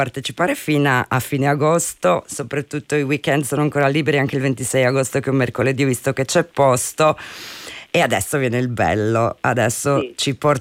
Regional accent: Istria County, Croatia; Beh, io lo faccio normalmente anche quando vado a nuotare in Istria dalle mie parti

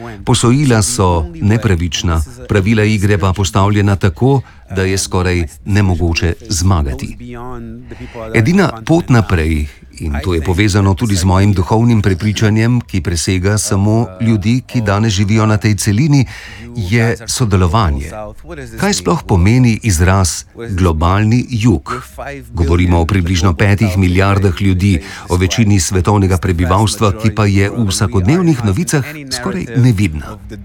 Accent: Angola; Slovenian is a second language; To ni boj samo zato, ker prihajam iz Angole.

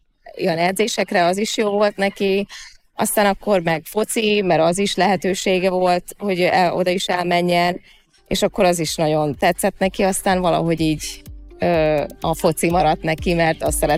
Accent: Hungary; born or raised there; moved away; also born or lived in Kansas City, United States

